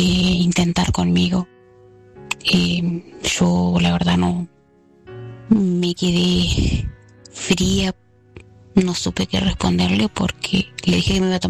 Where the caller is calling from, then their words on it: Argentina; te escucho desde Argentina.